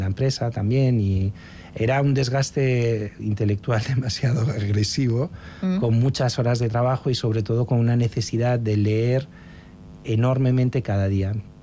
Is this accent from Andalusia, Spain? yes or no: no; Gijón, Asturias, Spain; moved away as an adult; also born or lived in Milan, Italy / England; now in Paris, France